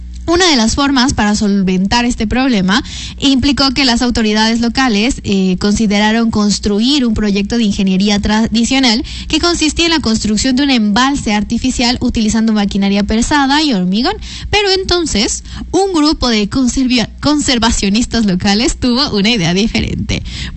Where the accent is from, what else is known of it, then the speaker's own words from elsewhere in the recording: Ecuador; nos distingue como ecuatorianos, tal vez como latinoamericanos un poco.